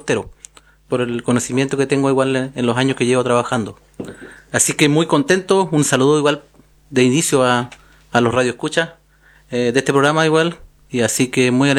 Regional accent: south of Chiloé Island, Los Lagos, Chile; de la comunidad Piedra Blanca, Liucura, Fundo Coldita. También soy representante subrogante de la Comisión Regional de Uso Borde Costero, Cruz C, Los Lagos, representante de Pueblo Originario.

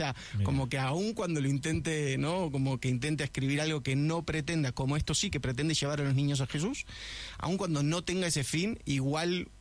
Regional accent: Argentina; moved away as an adult; now in Chile; como argentino, que siempre pude entrar en Chile

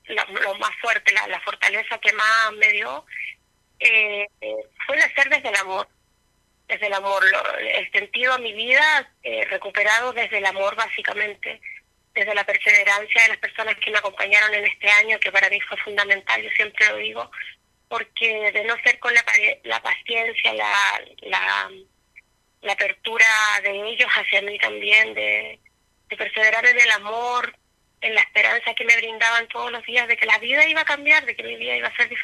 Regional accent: Ancud, Los Lagos, Chile; soy de Ancud, tengo 50 años

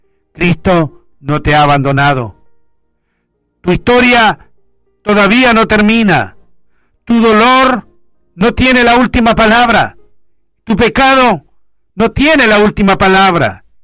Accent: Chile; porque somos chilenos.

